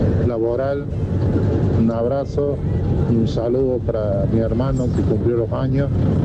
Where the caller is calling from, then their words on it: Las Varillas, Córdoba, Argentina; camionero de Las Varillas. Estoy saliendo de Rosario, rumbo a casa